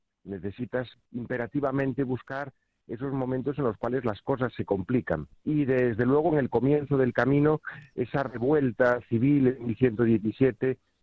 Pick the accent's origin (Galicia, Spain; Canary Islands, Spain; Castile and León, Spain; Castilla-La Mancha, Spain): Galicia, Spain